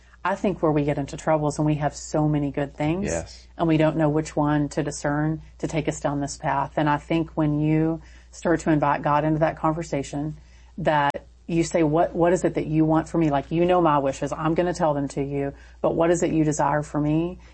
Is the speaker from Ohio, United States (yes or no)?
no; Texas, United States; So, I'm Texan. So it should have a pronunciation guide in there, but, there's an audio book too, if you want to hear that.